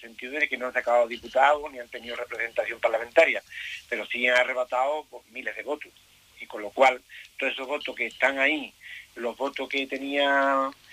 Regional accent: Campillo, Andalusia, Spain; born there; now in El Coronil, Spain; Bueno, mi pueblo donde nací es Campillo, pero bueno, vivo en el Coronil, ya llevo aquí viviendo... Pues 60 años.

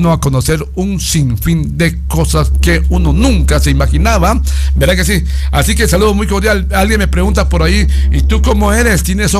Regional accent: Guerrero, Mexico; Yo soy del estado de Guerrero, México, pero por mi señor padre, él de por allá era.

